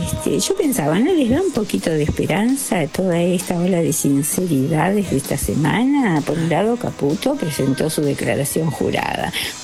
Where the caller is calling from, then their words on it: Buenos Aires, Argentina; de Balvanera.